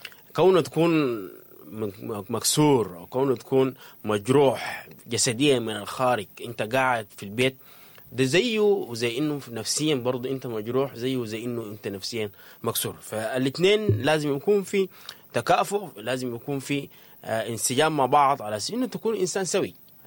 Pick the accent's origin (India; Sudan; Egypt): Sudan